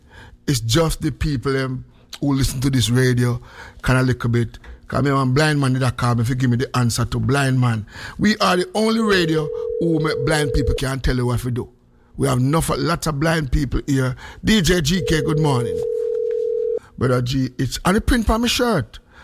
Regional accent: Old Harbour, Saint Catherine, Jamaica; that's between me and Rosie having a private conversation because we are from Old Harbour, to be exact, Bannister, to be exact. Yeah, Old Harbour Market.

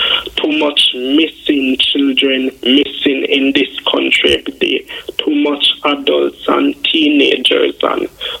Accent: Jamaica; some of we as Jamaican people

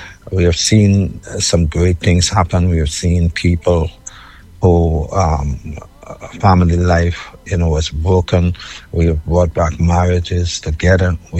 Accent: Trinidad & Tobago; born there; Well, I'm from the kingdom. but to be exact, I was born in Trinidad and Tobago.

